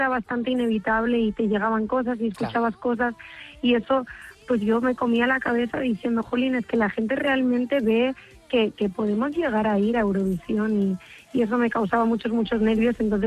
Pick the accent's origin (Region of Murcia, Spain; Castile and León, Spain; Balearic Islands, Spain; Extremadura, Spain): Balearic Islands, Spain; now in Madrid, Spain; y espero estar ahí cantando pronto con mi gente, con mi familia y con mi isla.